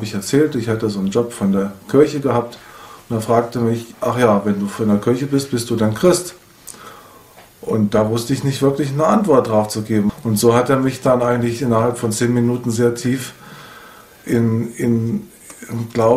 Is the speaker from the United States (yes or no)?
no; Hesse, Germany; moved away; Auf diesem Bauernhof bin ich groß geworden. Der liegt in einem kleinen Dorf in Nordhessen.